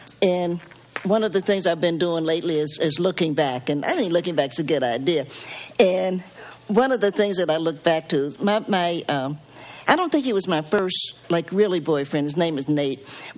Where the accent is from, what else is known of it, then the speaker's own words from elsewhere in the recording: Knoxville, Tennessee, United States; born there; I'm a Knoxvillian by birth. I was the first person actually in my family born in a hospital. I was born in Knoxville General Hospital.